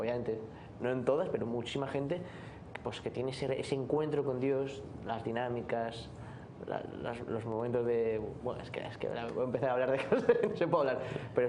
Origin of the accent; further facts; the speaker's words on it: Spain; now in Miami, United States; Y yo que vengo de España también